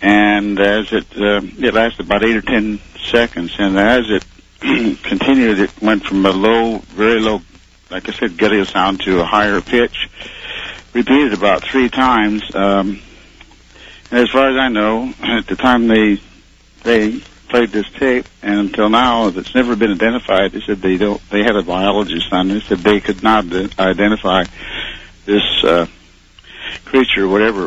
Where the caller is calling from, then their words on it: Marysville, California, United States; I'm from Marysville, California.